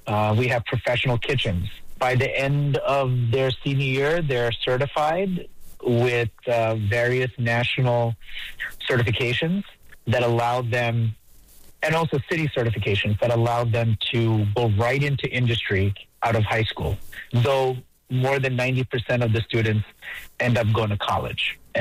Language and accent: English; New York, United States; I'm Indian, right? I'm born and raised in New York, all my life. But I'm an Indian guy